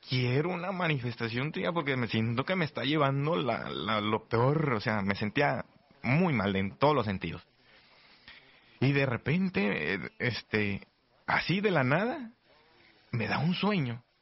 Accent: Tequila, Jalisco, Mexico; moved away as an adult; nos fuimos a casar a mi pueblo natal, Tequila, Jalisco.

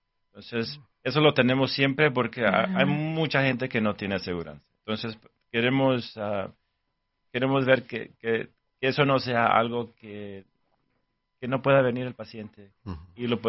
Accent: Nayarit, Mexico; Yo soy de México.

